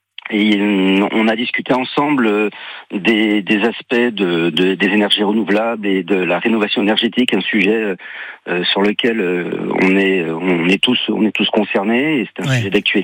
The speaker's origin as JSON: {"language": "French", "region": "Brittany", "country": "France", "moved": "as an adult", "lives_now": "Périgord, France", "said": "Je suis pas un enfant du pays, je suis breton d'origine, mais voilà, je suis en Périgord depuis 30 ans."}